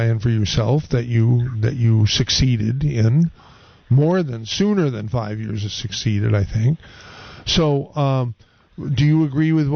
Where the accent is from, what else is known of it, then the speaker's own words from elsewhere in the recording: Santa Cruz, California, United States; I and a lot of other people who were born and raised in Santa Cruz or who have lived here for many, many years, not necessarily natives like I am.